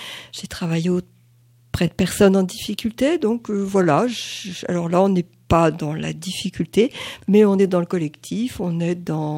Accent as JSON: {"language": "French", "region": "Île-de-France", "country": "France", "tie": "born or raised there", "moved": "yes", "said": "Je suis arrivée ici en 1993. Et je venais de région parisienne, de Seine-et-Marne, et j'ai poussé dans la région de la forêt de Fontainebleau."}